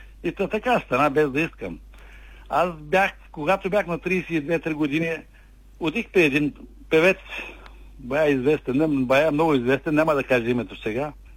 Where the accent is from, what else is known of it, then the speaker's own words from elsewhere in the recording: Zagrazhden, Smolyan Province, Bulgaria; Аз защото не съм роден тук, аз съм роден в Родопите, в централните Родопи, община Баните. Учил съм 5-ти клас в село Загражден. Аз съм роден в махалите на село Загражден.